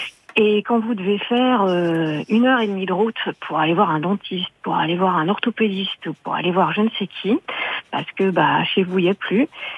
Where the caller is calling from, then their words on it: Normandy, France; moi, j'habite en Normandie, dans l'Orne, dans un secteur qui est en train de devenir un vrai désert médical